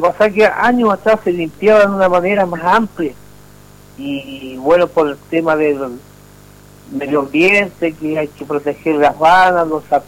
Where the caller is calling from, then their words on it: Chile; como buen chileno